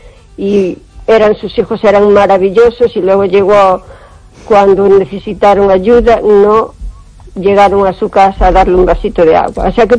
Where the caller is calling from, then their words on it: O Carballiño, Galicia, Spain; de Carballiño.